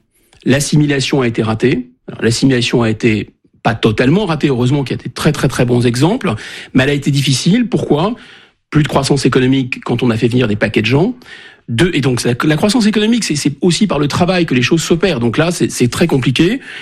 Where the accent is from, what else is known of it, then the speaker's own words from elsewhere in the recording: Normandy, France; Moi, je suis un Français de Normandie. Je me retrouve dans une classe en région parisienne, à La Courneuve